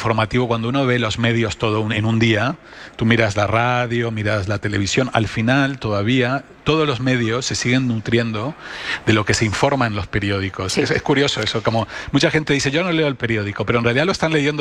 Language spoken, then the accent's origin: Spanish; Buenos Aires, Argentina; Yo me crié en Buenos Aires, pero iba al kiosco en mi barrio y estaba el país todos los días